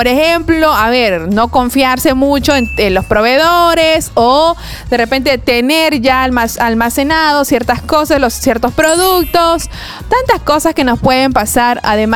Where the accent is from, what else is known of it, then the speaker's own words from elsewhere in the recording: Peru; nos caracteriza como peruanos